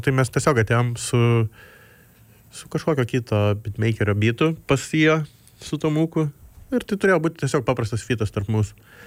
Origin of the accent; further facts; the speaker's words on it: Mažeikiai, Telšiai County, Lithuania; aš taip pat iš Mažeikių esu